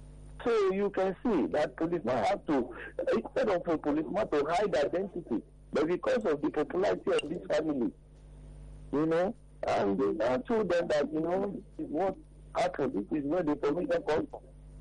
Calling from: Ayobo, Lagos, Nigeria; Welcome. I'm calling from Ayobo.

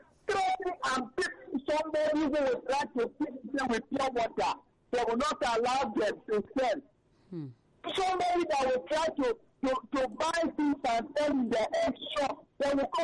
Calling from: Abu Dhabi, United Arab Emirates; I'm calling you from Abu Dhabi.

